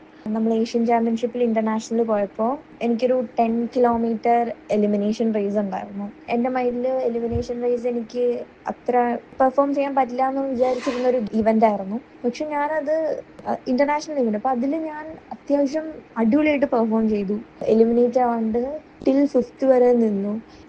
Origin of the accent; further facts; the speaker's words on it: Kerala, India; ഒരു കേരളയിലെ സ്കേറ്റർ എന്ന നിലയിൽ അതൊരു ബിഗ് അച്ചീവ്മെൻ്റ്.